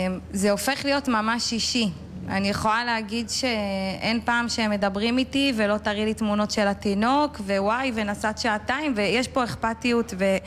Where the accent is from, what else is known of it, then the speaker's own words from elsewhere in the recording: Sha'al, Northern District, Israel; אני ממושב שעל בצפון רמת הגולן, בת של חקלאי גם, וחקלאית בעצמי, משק חקלאי.